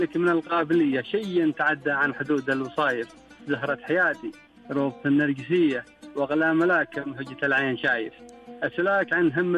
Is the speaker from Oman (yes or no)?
yes; Dhofar, Oman